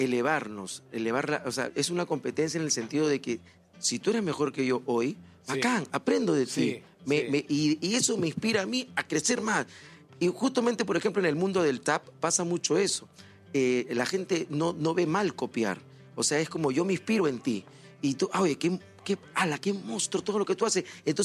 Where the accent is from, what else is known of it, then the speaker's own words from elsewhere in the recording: Peru; nosotros como peruanos también tenemos el ritmo como una energía, una fuente de resistencia, de memoria, de identidad.